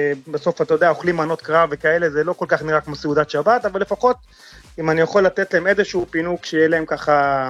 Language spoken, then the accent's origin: Hebrew; Judea and Samaria, Israel; מהשומרון.